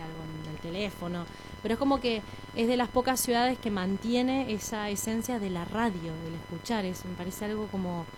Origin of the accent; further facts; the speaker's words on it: Ushuaia, Tierra del Fuego, Argentina; born there; moved away; desde que nací en Ushuaia